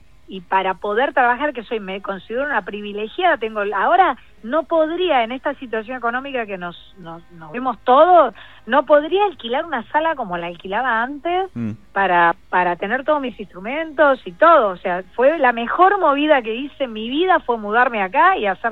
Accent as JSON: {"language": "Spanish", "region": "Buenos Aires Province", "country": "Argentina", "moved": "yes", "lives_now": "Buenos Aires, Argentina", "said": "Soy una chica de la zona sur que vivo en Capital"}